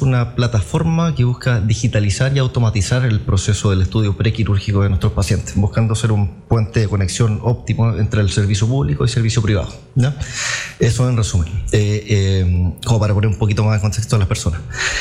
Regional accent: Concepción, Biobío, Chile; moved away as an adult; also born or lived in Talcahuano; now in Puerto Montt, Chile; Mira, yo soy penquista, oriundo de Concepción, nacido en Talcahuano, chorero.

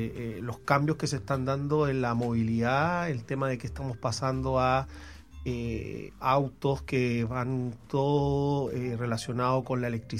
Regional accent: Chile; nosotros como chilenos

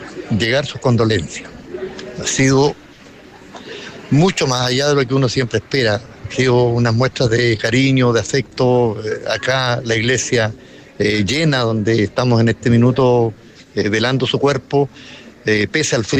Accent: Capitán Pastenes, Araucanía, Chile; also born or lived in Angol; nos criamos juntos en Capitán Pastenes. Después nos vinimos a vivir a Angol para estudiar y hacer la enseñanza media

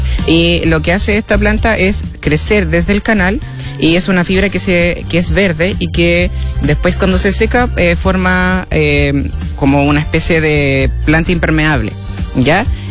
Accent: Chile; soy el único chileno. Y claro, venir desde una localidad alejada que nadie conoce

